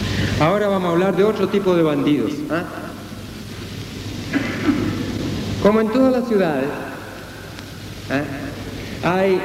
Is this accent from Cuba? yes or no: no; Chile; En mi país mataron a un hombre al cual yo creo que los chilenos le debemos en gran parte el triunfo del 4 de septiembre, al general René Schneider.